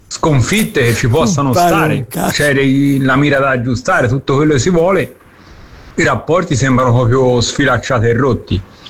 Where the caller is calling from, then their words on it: Florence, Tuscany, Italy; da Firenze.